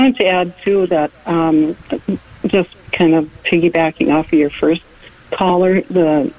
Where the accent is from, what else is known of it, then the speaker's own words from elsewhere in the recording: North Dakota, United States; He's 46, and I have felt a lot of the same concerns, but I'm from North Dakota